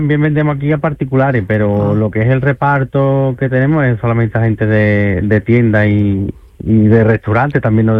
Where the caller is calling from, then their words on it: Benacazón, Andalusia, Spain; yo soy de Benacazón, Charo, pero te llamo de Sanlúcar la Mayor, que es donde tenemos nuestra empresa.